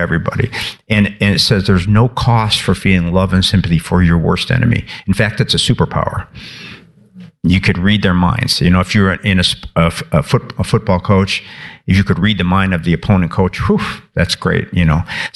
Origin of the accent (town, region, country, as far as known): Chicago, Illinois, United States; born or raised there